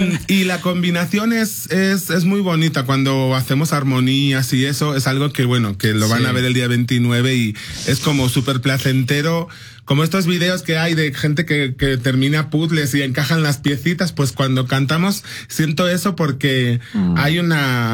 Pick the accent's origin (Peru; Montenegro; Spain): Spain; now in Mexico; O sea, los mexicanos me notan que soy español, pero cuando llego a España me dicen, pero ¿y ese acento que te traes?